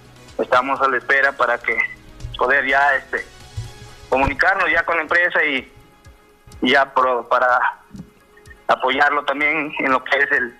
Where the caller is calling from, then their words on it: Pedregal, Piura, Peru; Para saludar a mi pueblo Pedregal, a sus 12 caseríos, el distrito de Tamorande.